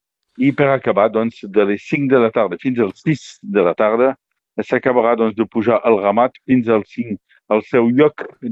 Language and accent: Catalan; Villefranche-de-Conflent, Occitania, France; jo he viscut sempre aquí en Conflent, he nascut aquí en Conflent i encara 57 anys